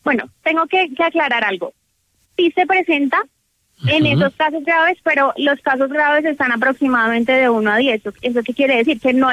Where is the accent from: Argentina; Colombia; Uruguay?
Colombia; Lo que pasa es que nosotros como colombianos